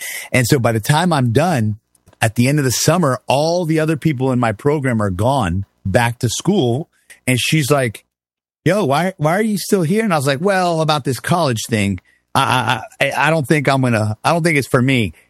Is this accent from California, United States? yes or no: no; Houston, Texas, United States; also born or lived in Miami, United States; Well, so I was born in Miami, then raised in Texas.